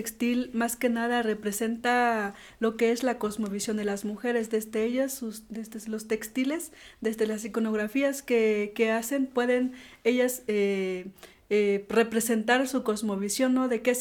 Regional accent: Chiapas, Mexico; Bueno, actualmente somos 260 mujeres de los Altos de Chiapas.

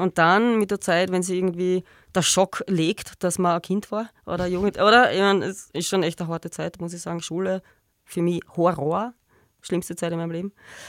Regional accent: Bruck, Styria, Austria; moved away as an adult; also born or lived in Graz; der Bayer Sepp in Brugg. Eine Instanz, wir sind alle groß geworden bei ihm. Es war wirklich ein schönes Aufwachsen.

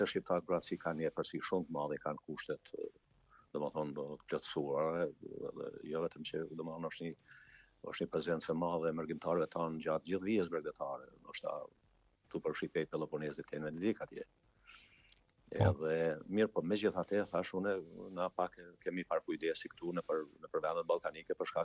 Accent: Deçan, Peja District, Kosovo; nga Komuna Deçanit, tu kom marrë në Zarë me studiu e historinë e artit

